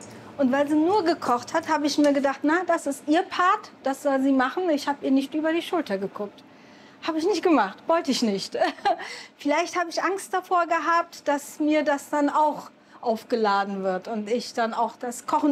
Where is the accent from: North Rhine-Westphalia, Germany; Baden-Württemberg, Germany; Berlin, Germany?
Berlin, Germany; bin 69er Jahrgang. Ich bin hier in Berlin geboren und aufgewachsen und arbeite im Café Minua Berlin. Aufgewachsen bin ich in Berlin Tiergarten.